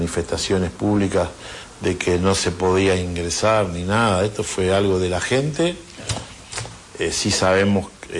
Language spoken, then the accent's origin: Spanish; Argentina; Porque somos argentinos.